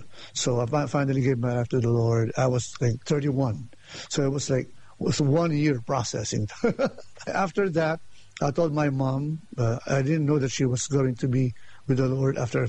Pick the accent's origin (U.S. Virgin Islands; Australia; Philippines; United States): Philippines; Quezon City, Metro Manila; I was born in Quezon City. It's within Metro Manila. It's right beside Manila. Quezon City is the biggest city in Metro Manila. Born in 1961.